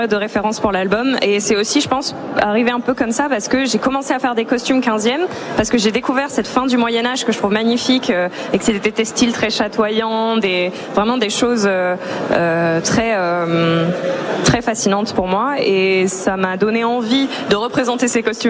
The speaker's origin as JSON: {"language": "French", "region": "Provence-Alpes-Côte d'Azur", "country": "France", "tie": "born or raised there", "said": "je suis allée dans des abbayes prendre des photos dans ma région natale de Provence."}